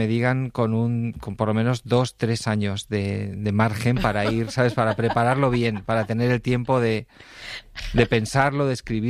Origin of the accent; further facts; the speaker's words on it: Villacarriedo, Cantabria, Spain; estado en las fiestas de mi pueblo, en Villacarrido, también hace una semana, en la romería